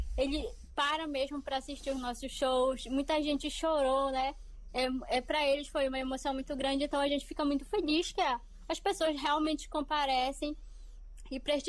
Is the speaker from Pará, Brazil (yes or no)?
yes; Pará, Brazil; A gente é daqui do oeste do Pará, bem no finalzinho do Pará